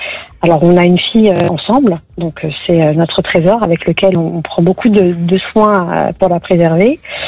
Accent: France; born there; Moi, je suis née en France, franco-marocaine, de confession musulmane.

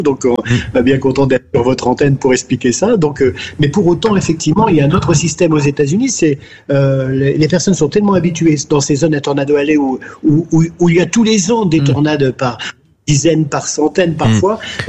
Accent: France; chez nous, en France

